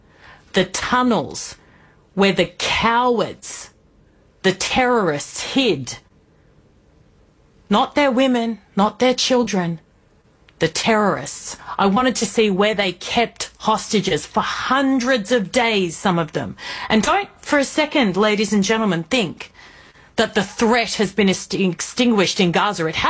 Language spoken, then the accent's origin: English; Australia; I'm an Australian journalist, a host